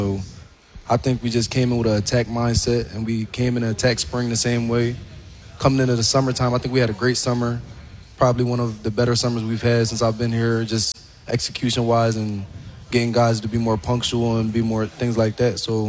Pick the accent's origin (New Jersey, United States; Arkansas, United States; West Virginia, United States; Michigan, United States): New Jersey, United States; Paulsboro; I'm from Paulsboro, New Jersey. Back at home, I live with my mom and my sister.